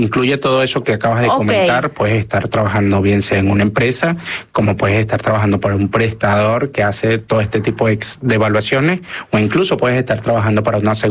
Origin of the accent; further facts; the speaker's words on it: Venezuela; la comunidad venezolana. Somos como más